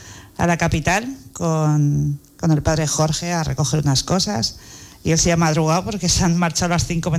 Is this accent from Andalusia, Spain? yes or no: no; Madrid, Community of Madrid, Spain; born there; Nosotras sí hemos nacido en Madrid.